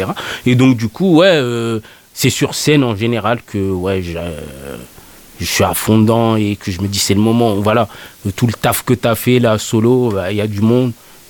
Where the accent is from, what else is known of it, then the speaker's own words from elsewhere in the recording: France; born there; je suis né en France, je me sens français